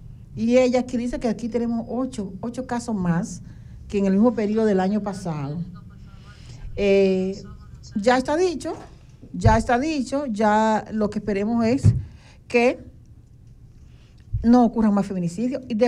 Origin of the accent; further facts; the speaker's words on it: Dominican Republic; Pero somos dominicanos y tenemos sangre en las venas y somos mujeres.